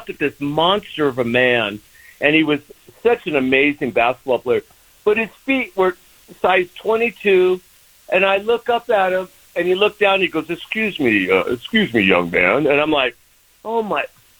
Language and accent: English; California, United States; and I've been up here like 30 years. I grew up in the Bay